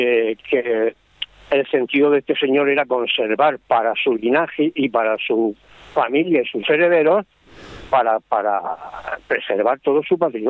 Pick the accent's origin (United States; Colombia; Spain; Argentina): Spain; Region of Murcia; yo soy de Murcia